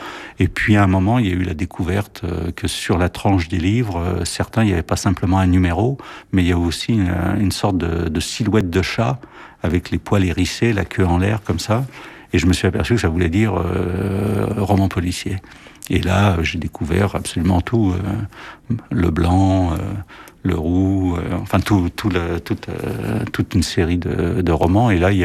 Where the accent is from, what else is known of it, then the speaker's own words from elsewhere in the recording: Saint-Denis, Île-de-France, France; j'ai trouvé un travail à Saint-Denis, donc dans ma ville natale